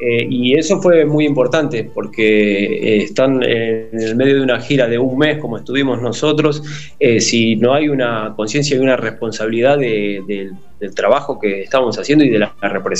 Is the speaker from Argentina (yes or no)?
yes; La Plata, Buenos Aires Province, Argentina; No, aporteñado no, más bien de La Plata.